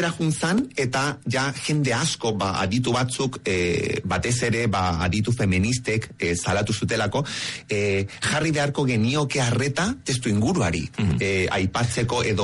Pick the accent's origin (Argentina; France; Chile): Chile; ni txiletarra naiz, eta klaro, kulturan artean be, nahiko tradizionala, edo hemendik konparatuta adibidez, tradizionalagoa da Txile